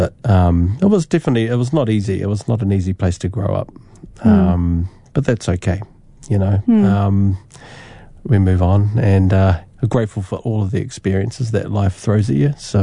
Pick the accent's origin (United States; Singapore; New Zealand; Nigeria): New Zealand; don't want to talk down about my hometown, but there's different energies down there. It was definitely hard for, I mean, especially for my friends who are also Māori, or they struggled.